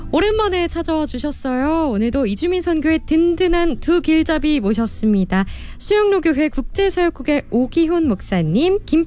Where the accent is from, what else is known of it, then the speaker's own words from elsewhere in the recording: Seoul, South Korea; 제가 서울 사람이라서 사투리가 잘 안 되는데